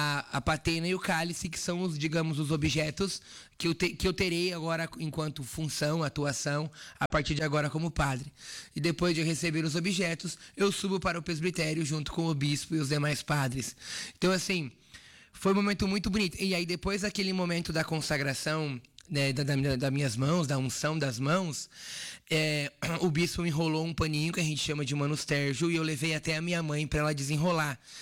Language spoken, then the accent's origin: Portuguese; São João do Sul, Santa Catarina, Brazil; also born or lived in Canoas; now in Soledade, Brazil; a minha terra natal, que é no município de São João do Sul, litoral sul catarinense.